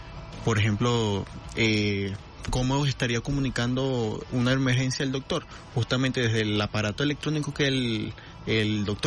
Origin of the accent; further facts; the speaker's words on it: Amazonas, Venezuela; moved away; Vengo del estado Amazonas. Estoy un poquito lejos, la verdad.